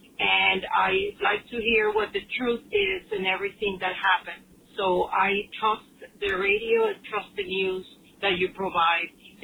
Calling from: Miami, Florida, United States; Hi, I'm calling from Miami.

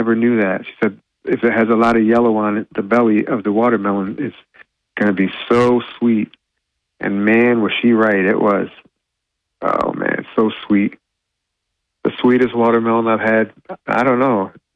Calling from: Binghamton, New York, United States; DJ from Binghamton.

